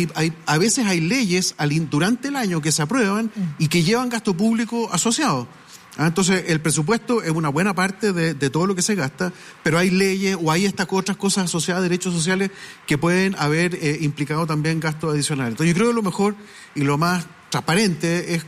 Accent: Chile; somos todos los chilenos

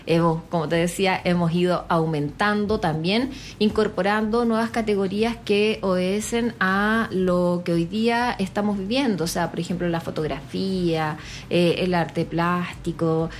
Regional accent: Chile; cada identidad representa también lo que somos como chilenos en cada uno de los territorios.

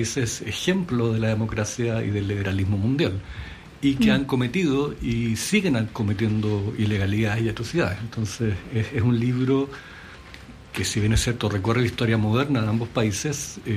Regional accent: Chile

